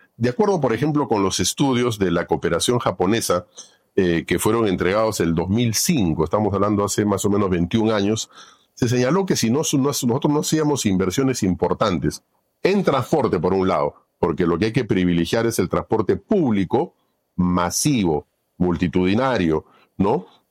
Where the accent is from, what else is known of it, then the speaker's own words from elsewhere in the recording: Peru; Correcto, esperemos que esto se corrija y que para la segunda vuelta, que como peruanos opino, y para las elecciones municipales y regionales, haya una mayor transparencia